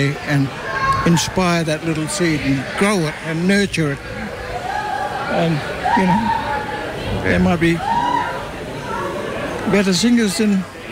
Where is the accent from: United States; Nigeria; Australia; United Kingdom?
Australia; Queensland; I'm from Mission myself. I've lived on Mission.